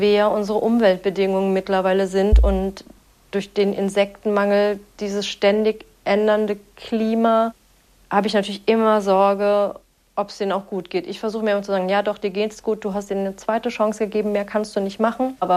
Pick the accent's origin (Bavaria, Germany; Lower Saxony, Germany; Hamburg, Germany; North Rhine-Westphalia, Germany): North Rhine-Westphalia, Germany; now in Darmstadt, Germany; Ich komme halt vom Land aus Nordrhein-Westfalen